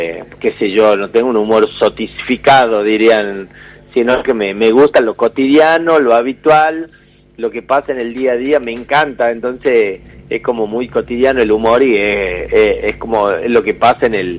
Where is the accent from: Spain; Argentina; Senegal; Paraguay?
Argentina; northern Argentina; Soy el Darín del norte argentino.